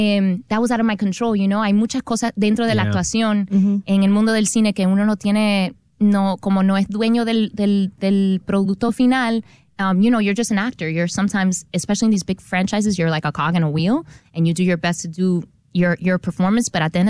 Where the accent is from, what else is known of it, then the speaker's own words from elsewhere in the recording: Dominican Republic; Como buena dominicana, eso mismo.